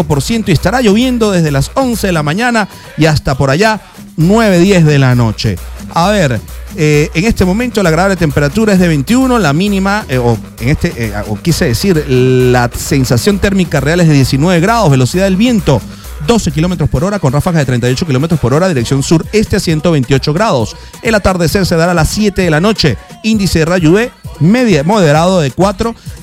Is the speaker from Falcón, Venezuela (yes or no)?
no; Puerto La Cruz, Anzoátegui, Venezuela; En mi tierra natal, en Puerto La Cruz, estado Anzoátegui, 32 para la máxima, 23 para la mínima, probabilidad de lluvia de un 89%.